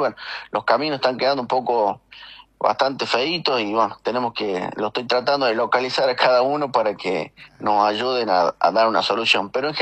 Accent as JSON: {"language": "Spanish", "region": "Tucumán", "country": "Argentina", "tie": "born or raised there", "said": "Es normal de que si vienen a mi pueblo o vayan al pueblo que quieran en Tucumán y en el país"}